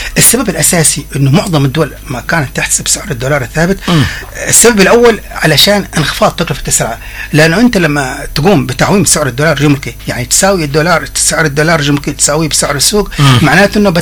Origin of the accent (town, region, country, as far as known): Yemen